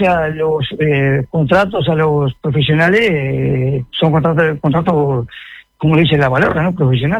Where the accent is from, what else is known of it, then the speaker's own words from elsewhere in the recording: San José de Mayo, San José, Uruguay; soy de Río, yo soy un vecino, un funcionario municipal que hace 43 años de trabajo, y soy un vecino de San José como cualquier otro vecino.